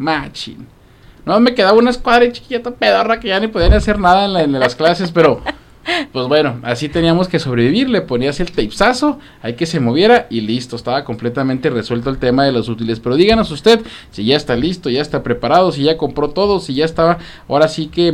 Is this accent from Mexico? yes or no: yes; Mexico; como buenos mexicanos dejamos todo al último